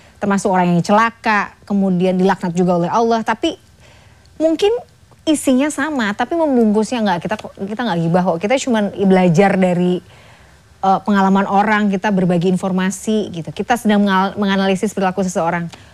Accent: East Java, Indonesia; Saya Jawa Timur.

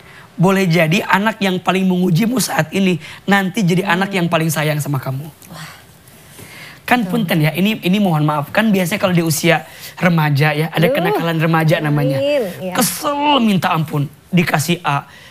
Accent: Garut, West Java, Indonesia; Ah saya bilang gak mungkin mah kita orang kampung, orang desa. Kan saya dari Garut ya. Dari Garut ke Jakarta kan jauh waktu itu.

